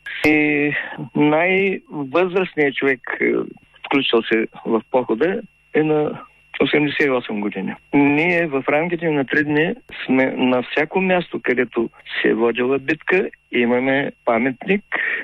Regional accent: Asenovgrad, Plovdiv Province, Bulgaria; now in Sliven, Bulgaria; Аз дори съм от Асеновград. И 50 и няколко години живея тук в Сливен.

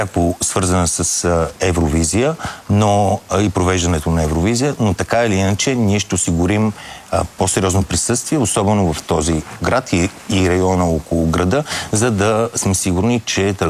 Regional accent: Sofia, Sofia City, Bulgaria

